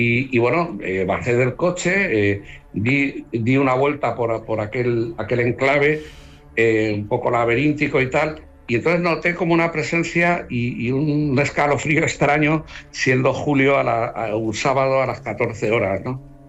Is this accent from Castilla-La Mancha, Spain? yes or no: yes; Cuenca, Castilla-La Mancha, Spain; born there; Pues fíjate, arranca de mi infancia, yo creo. Yo nací en Cuenca